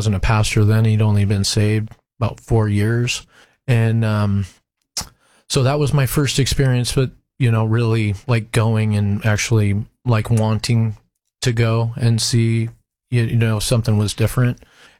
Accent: Salem, Oregon, United States; Yeah, so I was born and raised in Salem, Oregon.

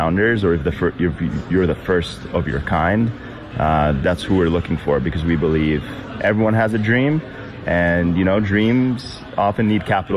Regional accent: Malta; now in United States; I was born and raised in Malta, the tiny island in the Mediterranean. I grew up with a dream myself, which was very simple. It was to move to the United States and become American.

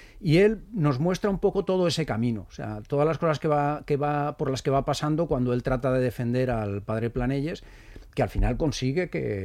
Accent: Alicante, Valencian Community, Spain; para los que somos alicantinos

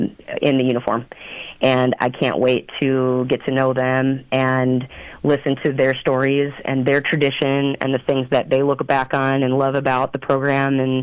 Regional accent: St. Louis, Missouri, United States; I was born in St. Louis, Missouri, and I grew up seven rows behind the plate at Busch Stadium in St. Louis.

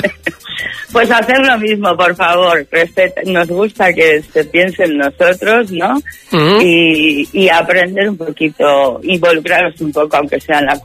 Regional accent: Extremadura, Spain; yo cuando dijo soy extremeña, pues somos extremeños

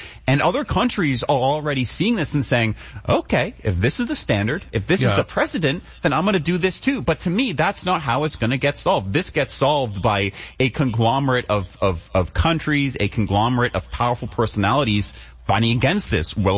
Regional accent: Canada; as a Canadian and a Canadian soccer fan.

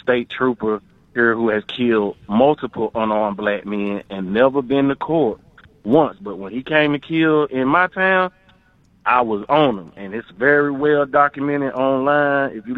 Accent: North Carolina, United States; I'm from North Carolina.

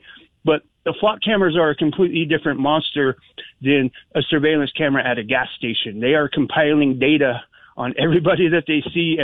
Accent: California, United States; back where I'm from in the redneck part of California, in my hometown

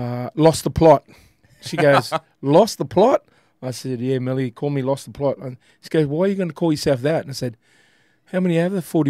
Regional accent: Charters Towers, Queensland, Australia; moved away; growing up in Charters Towers, and I grew up with a lot of cowboys out there

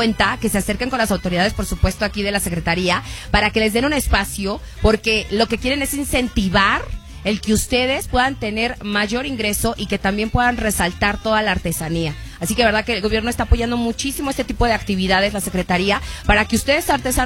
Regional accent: Mexico; Solo quieren en 15 de septiembre resaltar que somos mexicanos

